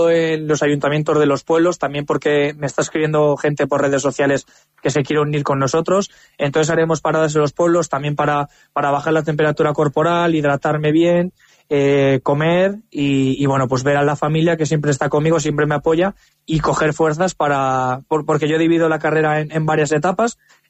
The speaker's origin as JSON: {"language": "Spanish", "town": "Tarancón", "region": "Castilla-La Mancha", "country": "Spain", "tie": "born or raised there", "said": "una niña de aquí de Tarancón, de mi pueblo, que tiene cáncer"}